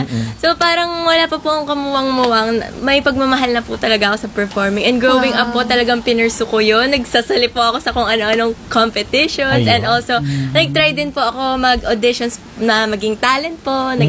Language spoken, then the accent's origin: Tagalog; Jeddah, Makkah Province, Saudi Arabia; for me naman po, I was born and raised po sa Jeddah.